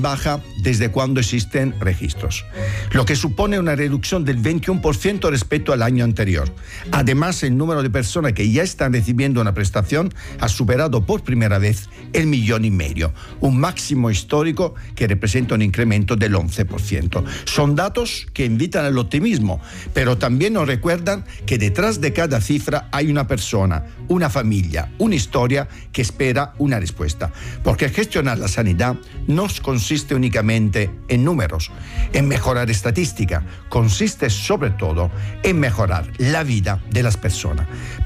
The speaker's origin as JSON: {"language": "Spanish", "country": "Italy", "moved": "yes", "lives_now": "Spain", "said": "lo digo también como italiano, que viene de otro país, de nuestro entorno"}